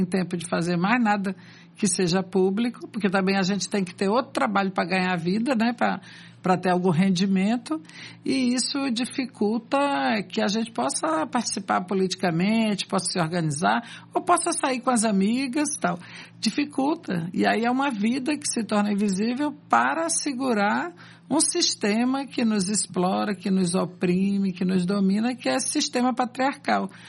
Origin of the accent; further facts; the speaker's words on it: São Luís, Maranhão, Brazil; also born or lived in São Paulo; now in Recife, Brazil; Eu sou de São Luís do Maranhão. Não sou aqui de Recife, mas já estou adotada, né? Vim para passar uma chuva e virei aqui recifense. E antes também morei em São Paulo um tempo.